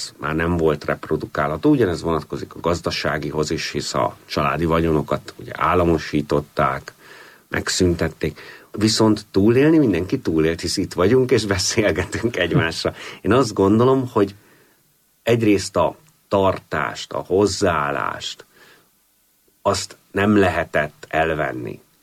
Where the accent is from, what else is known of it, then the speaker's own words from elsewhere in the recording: Hungary; also born or lived in West Germany; Én magam egyébként Magyarországon nőttem föl, Pannonhalmán érettségiztem, utána Nyugat-Németországban sikerült családi kapcsolatokon keresztül tanulnom. 2004-ben visszajöttünk